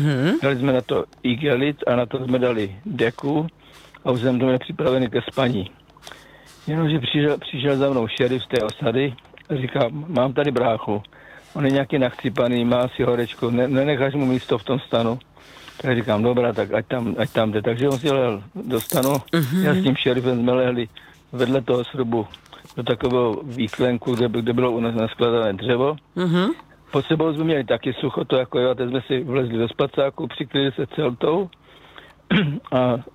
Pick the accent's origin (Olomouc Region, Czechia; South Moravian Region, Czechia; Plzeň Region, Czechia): South Moravian Region, Czechia; No, já jsem s tím vlastně začínal, když jsem se dostal z Moravského Slovácka, kde jsem se teda narodil a kde jsem vyrůstal, do Rožnova, na Promyslovku, tam jsem byl na internátě.